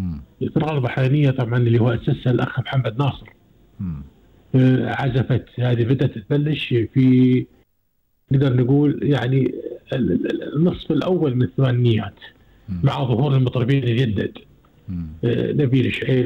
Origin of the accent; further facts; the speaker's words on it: Kuwait; عندنا في الكويت